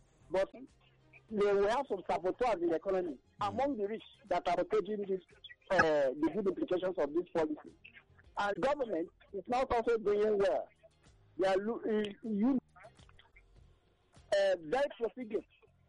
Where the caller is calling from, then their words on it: Nigeria; I'm calling from Abanja